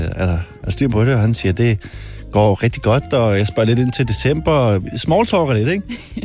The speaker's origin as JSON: {"language": "Danish", "town": "Søborg", "region": "Capital Region of Denmark", "country": "Denmark", "tie": "born or raised there", "said": "jeg er opvokset i Søborg."}